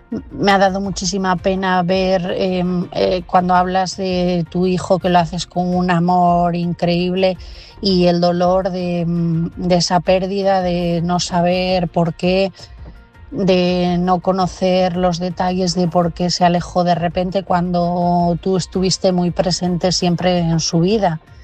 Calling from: Asturias, Spain; de Asturias y mi mensaje esta noche es para Antonio.

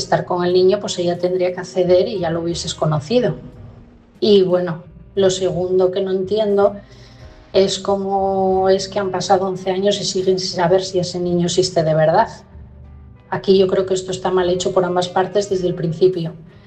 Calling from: Asturias, Spain; de Asturias y mi mensaje esta noche es para Pedro.

